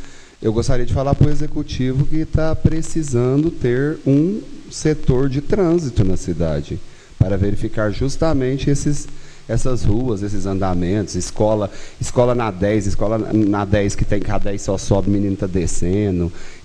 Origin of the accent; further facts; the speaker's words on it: Brazil; Eu sou brasileiro